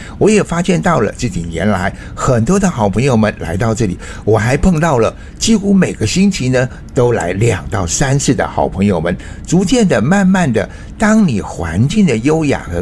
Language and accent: Chinese; Miaoli County, Taiwan; 我老家苗栗县南庄乡蓬莱村，我的家后面就是苗栗县第一高峰，海拔2220的嘉里山。